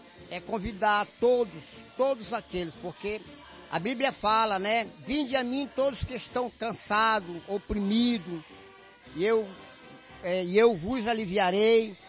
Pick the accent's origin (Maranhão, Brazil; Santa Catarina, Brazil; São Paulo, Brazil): Maranhão, Brazil; São Luís; Eu vim de São Luís, São Luís do Maranhão.